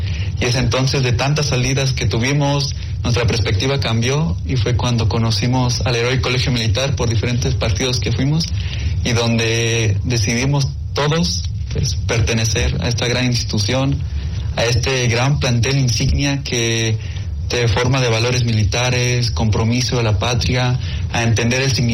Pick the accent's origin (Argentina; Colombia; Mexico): Mexico; a mí me gustaría ir a conocer como militar mexicano Estados Unidos